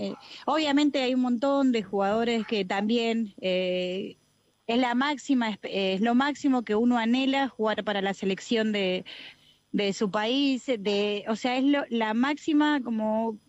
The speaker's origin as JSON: {"language": "Spanish", "country": "Paraguay", "said": "como hermana, como paraguaya"}